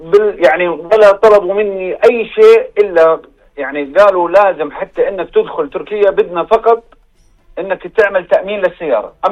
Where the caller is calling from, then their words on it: Jordan; أنا أردني مواطن أردني مستثمر بالأردن.